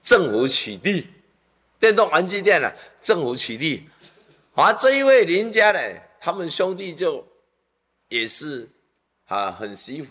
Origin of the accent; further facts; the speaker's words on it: China; 在我们中国人的很多的毛病，至少门前雪，啊，不管他人瓦上霜，啊，这个是中国人的名言。